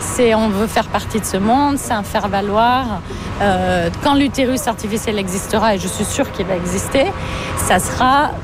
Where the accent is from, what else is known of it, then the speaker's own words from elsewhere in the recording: France; also born or lived in Latin America; now in United States; en venant de France. Enfin, moi, j'ai grandi surtout en Amérique latine.